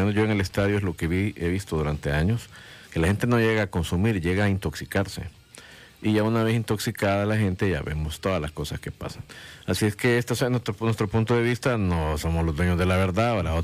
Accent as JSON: {"language": "Spanish", "country": "El Salvador"}